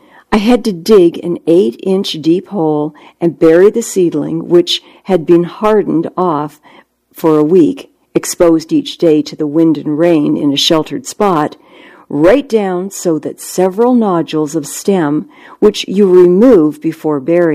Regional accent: Ontario, Canada; moved away; the area where I grew up in Ontario, Canada

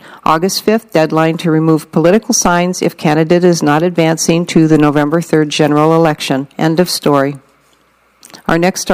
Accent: Tempe, Arizona, United States; I grew up in Tempe and attended McClintock High School.

